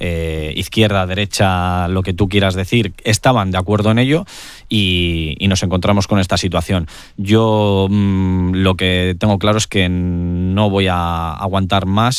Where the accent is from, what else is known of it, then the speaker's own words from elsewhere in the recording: Avilés, Asturias, Spain; moved away; yo he estado muchos años fuera, he trabajado mucho fuera y vuelvo con la intención de hacer más grande mi tierra.